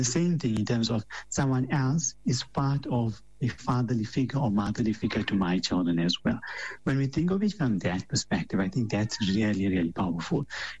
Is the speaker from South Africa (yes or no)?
yes; South Africa; us as South African Muslims